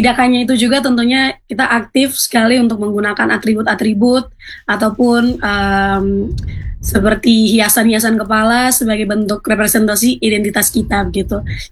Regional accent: Highland Papua, Indonesia; Dan dari saya sendiri, dari Papua Pegunungan itu ada Wanlak.

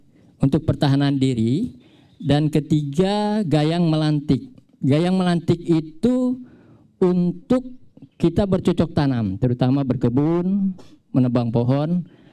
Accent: North Kalimantan, Indonesia; Kalau kita orang Tidung, penyucian besi ini pada waktu bulan Safar.

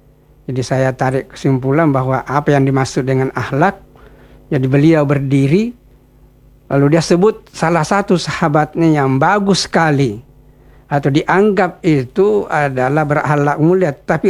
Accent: South Sulawesi, Indonesia; Kira-kira kita kalau kita orang Makassar atau orang Bugis, memaafkan orang yang berbuat zalim kepada kita tidak segampang itu ya, memaafkan orang.

